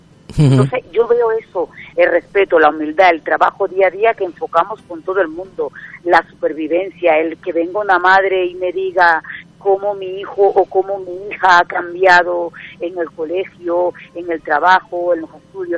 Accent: Venezuela; moved away as an adult; now in Barcelona, Spain; yo soy de Venezuela, llegué aquí a España, a Barcelona, con 20 añitos

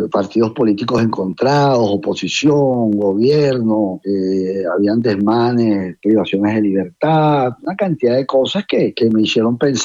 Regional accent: Spain; now in Venezuela; Entonces creo que indudablemente nosotros tenemos el mismo derecho como españoles que somos.

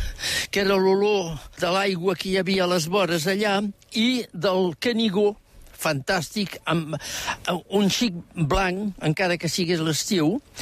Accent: Collioure, Occitania, France; moved away as an adult; also born or lived in Paris; jo sóc fill d'aquesta terra.

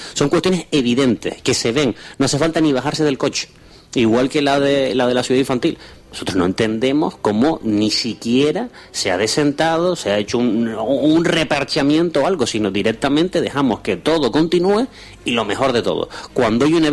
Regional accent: Santa Lucía de Tirajana, Canary Islands, Spain; somos vecinos de Santa Lucía

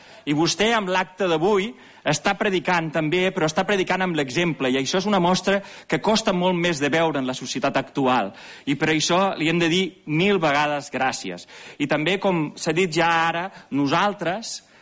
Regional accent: Reus, Catalonia, Spain; Jo vinc de Reus, i allà anàvem a una escola i me'n recordo el mestre que ens va ensenyar català

